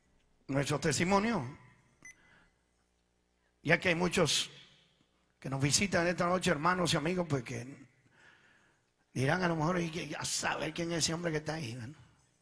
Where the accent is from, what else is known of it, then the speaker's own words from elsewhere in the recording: Venezuela; moved away as an adult; also born or lived in Italy; now in Sacramento, United States; Yo nací en Italia, yo soy italiano. Llegué como a la edad de 7 años allá en Venezuela. Ahí nos criamos. Estuve viviendo allá en Venezuela como casi 37, 38 años, no sé cuánto.